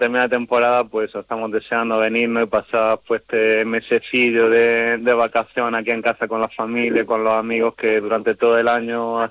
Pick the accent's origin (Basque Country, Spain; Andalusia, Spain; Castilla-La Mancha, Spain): Andalusia, Spain; El Ejido; Ver el equipo de mi ciudad, el equipo de mi tierra, donde también he tenido la suerte de trabajar